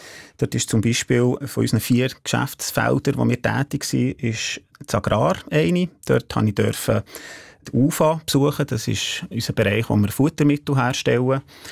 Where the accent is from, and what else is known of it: Ticino, Switzerland; born or raised there